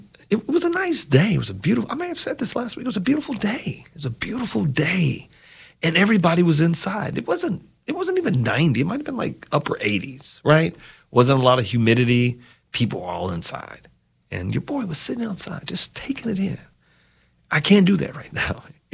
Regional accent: United States; I'm an American through and through

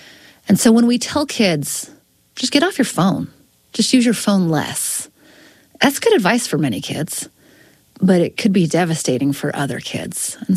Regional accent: Utah, United States; so I'm from Utah

